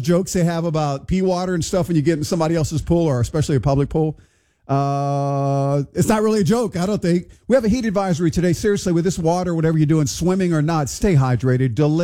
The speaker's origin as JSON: {"language": "English", "town": "Houston", "region": "Texas", "country": "United States", "tie": "born or raised there", "said": "Growing up in Houston, Texas, we used to sneak into somebody's apartment complex and swim."}